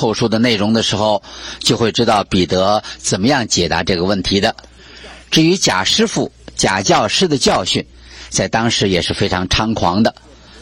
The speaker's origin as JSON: {"language": "Chinese", "country": "China", "said": "给我们中国人"}